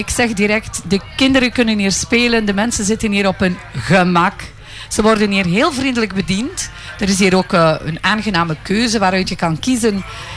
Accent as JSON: {"language": "Dutch", "town": "Wingene", "region": "Flanders", "country": "Belgium", "tie": "born or raised there", "said": "Ik ben geboren in Wingenen. Ik ben daar naar school geweest. Ik heb zelf gewerkt in Wingenen."}